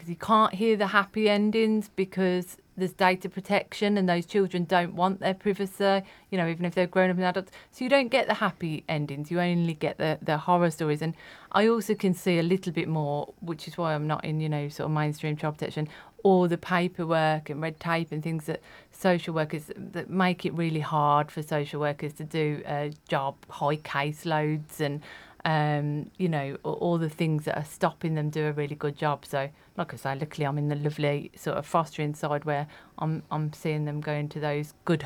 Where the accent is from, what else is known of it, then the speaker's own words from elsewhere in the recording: Birmingham, West Midlands, United Kingdom; moved away; I grew up in Erdington, a little bit.